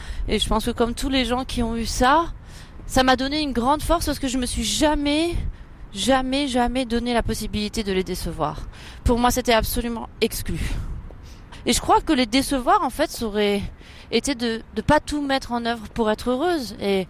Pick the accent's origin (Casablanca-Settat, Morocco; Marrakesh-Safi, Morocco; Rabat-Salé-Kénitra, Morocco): Rabat-Salé-Kénitra, Morocco; Rabat; J'ai été élevée à Rabat, au Maroc, dans les années 80 et 90. Donc, bon, c'est la capitale du Maroc